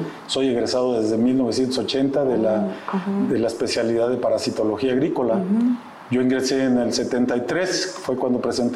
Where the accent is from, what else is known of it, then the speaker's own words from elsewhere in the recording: Reynosa, Tamaulipas, Mexico; Bueno, pues soy originario del estado de Tamaulipas, específicamente de la ciudad de Reynosa. Soy el tercero de 7 hermanos, los 3 primeros de Reynosa